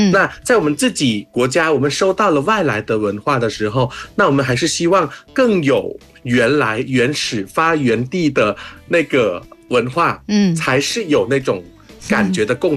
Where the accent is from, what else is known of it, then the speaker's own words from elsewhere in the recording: Thailand; Chinese is a second language; 中秋节快乐。